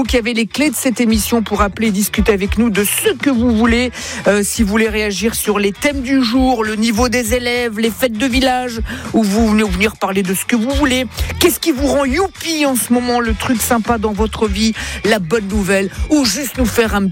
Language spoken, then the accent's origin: French; Italy; Je suis italien, moi. Je parle avec les mains, moi.